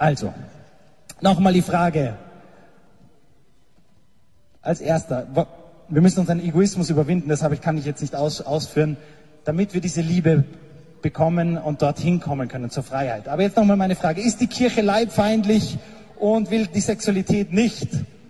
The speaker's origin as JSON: {"language": "German", "region": "Salzburg", "country": "Austria", "said": "ich komme aus Salzburg"}